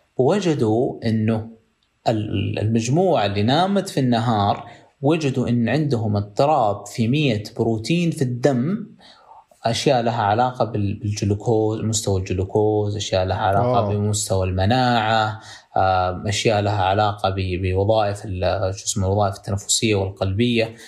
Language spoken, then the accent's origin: Arabic; Saudi Arabia